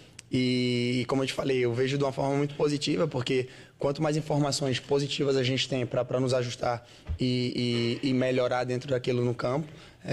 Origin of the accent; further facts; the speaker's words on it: João Pessoa, Paraíba, Brazil; moved away; sou de João Pessoa